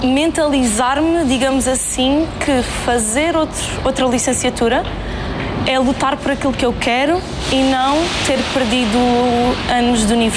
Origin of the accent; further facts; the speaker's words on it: Faro, Algarve, Portugal; tenho 23 anos, sou daqui de Faro